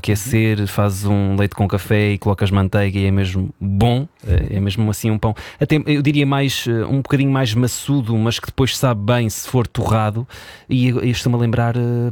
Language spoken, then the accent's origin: Portuguese; São João da Madeira, Norte, Portugal; now in Lisbon, Portugal; no norte do país, na minha terra, que vou dizer qual é para depois quem nos ouve não dizer que isto é só do norte, mas em São João da Madeira